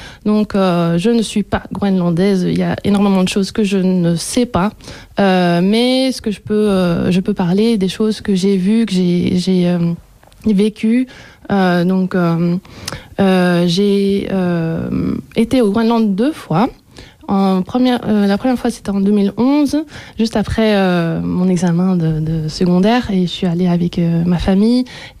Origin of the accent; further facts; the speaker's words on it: Brussels, Brussels-Capital Region, Belgium; born there; je n'ai qu'un passeport danois, donc je n'ai pas une double nationalité officiellement. Mais je suis née à Bruxelles.